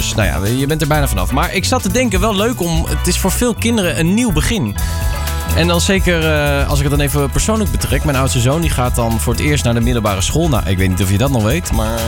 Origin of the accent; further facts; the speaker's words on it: Netherlands; Ja, dat zijn wij Nederlanders, hè.